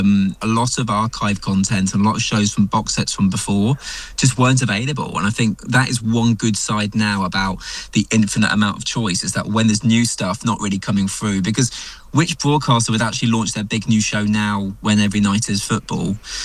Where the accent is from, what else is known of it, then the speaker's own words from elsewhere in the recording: Scotland, United Kingdom; this is my pronunciation despite being Scottish